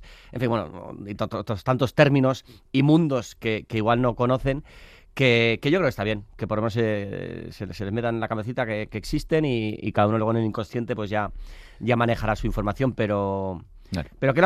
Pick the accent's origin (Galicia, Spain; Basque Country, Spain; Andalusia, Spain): Basque Country, Spain; San Sebastián